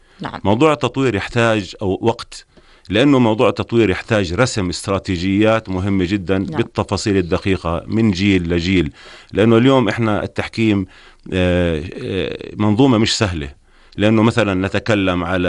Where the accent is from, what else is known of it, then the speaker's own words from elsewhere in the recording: Jordan; إحنا كأردنيين